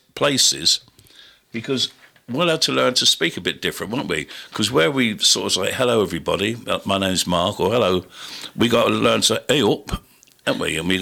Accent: Portsmouth, South East England, United Kingdom; Because I come from Buckland.

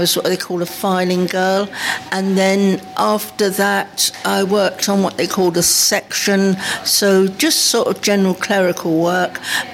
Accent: London, United Kingdom; I was brought up in Chelsea. And we lived in the police flats in Chelsea.

